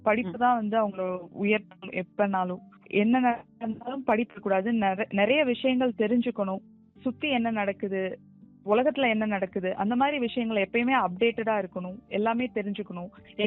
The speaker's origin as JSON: {"language": "Tamil", "town": "Dindigul", "region": "Tamil Nadu", "country": "India", "tie": "born or raised there", "said": "திண்டுக்கல்லே தான்"}